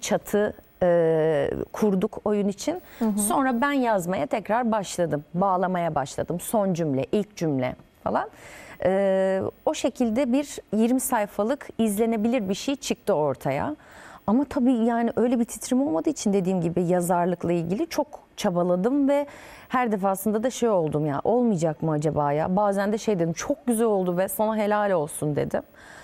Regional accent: Ankara, Turkey; Biz Ankaralıyız. Yani Ankara'da doğdum, büyüdüm.

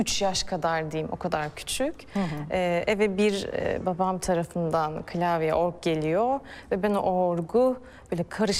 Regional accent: Ankara, Turkey; Ankaralıyım.

